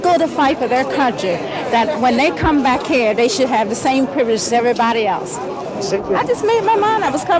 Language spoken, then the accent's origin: English; Washington, District of Columbia, United States; Washington